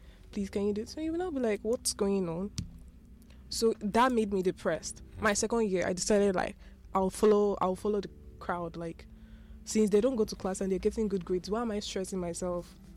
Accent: Nigeria; Well, we're all Nigerians

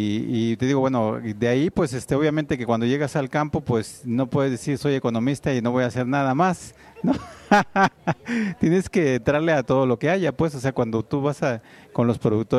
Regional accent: Oaxaca, Mexico; me regresé porque yo soy de Oaxaca. Entonces me regresé a Oaxaca

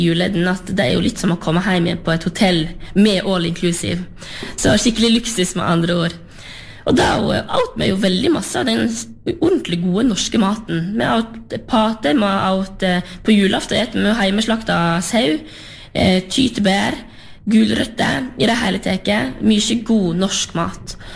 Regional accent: Sørheim, Vestland, Norway; som jeg kommer jo selv ifra Lerigard på Sørheim, og jeg ser hva store ringvirkninger landbruket har i et lokalsamfunn

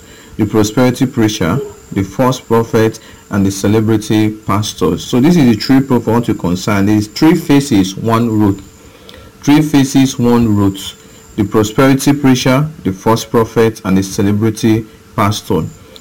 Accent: Okada, Edo, Nigeria; from Okada Town.

